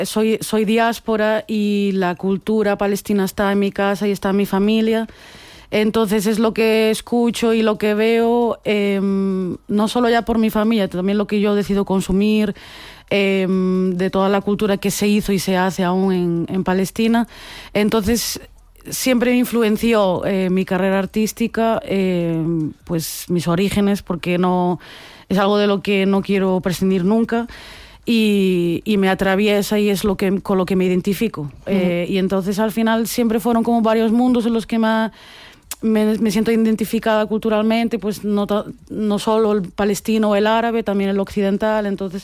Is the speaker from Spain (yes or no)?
yes; Santiago de Compostela, Galicia, Spain; born there; nací en Santiago de Compostela, pero fue donde migró mi familia.